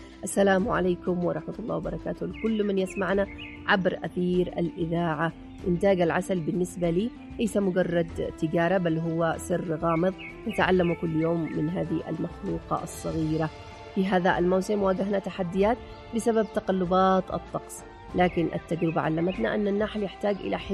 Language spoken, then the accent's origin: Arabic; Yemen; نحن كأصول يمنية